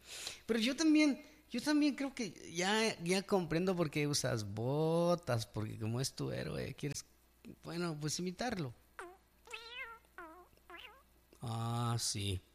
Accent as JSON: {"language": "Spanish", "country": "Guatemala", "said": "porque somos guatemaltecos."}